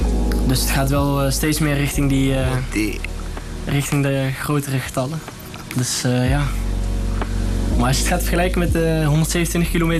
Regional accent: Netherlands; Ik kom zelf uit Nune.

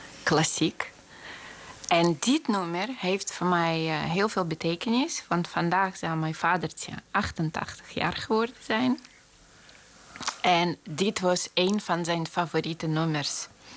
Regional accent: Moscow, Russia; Dutch is a second language; moved away as an adult; now in Netherlands; Ik kom uit Moskou. Ik woon in Nederland nu inmiddels bijna 38 jaar.

